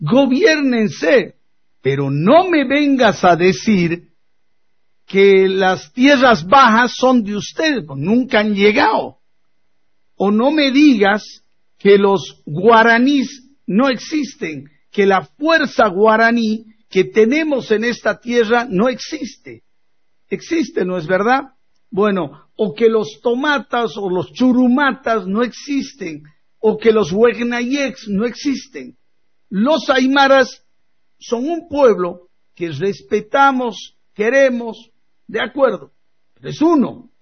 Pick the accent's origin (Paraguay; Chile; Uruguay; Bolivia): Bolivia; Tarija; Los tarijeños no estamos diciendo